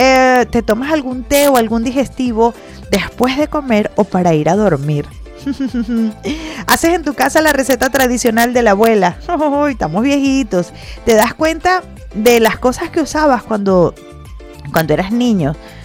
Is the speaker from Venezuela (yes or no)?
yes; Venezuela; como ciudadanos, como venezolanos que trabajamos, que pagamos impuestos